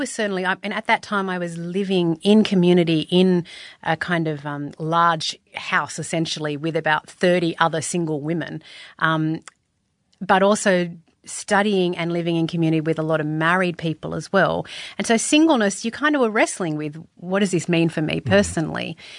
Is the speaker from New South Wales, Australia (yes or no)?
yes; Sydney, New South Wales, Australia; I grew up in Sydney. So I'm a Sydney girl, born and bred in what I thought was the eastern suburbs of Sydney. And then I went to work in Paddington and discovered that I hadn't been living in the eastern suburbs.